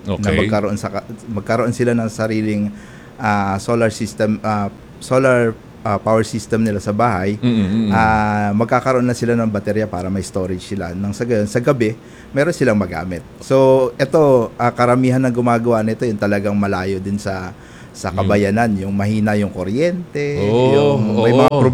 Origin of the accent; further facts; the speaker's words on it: Meycauayan, Central Luzon, Philippines; Actually, taga Maykawayan po ako.